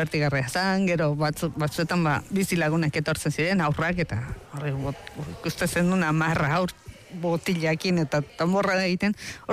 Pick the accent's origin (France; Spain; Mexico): Mexico; Tani, bueno, ezke mexikarra naiz, dakitzer, eta esaten diat, nola da posible.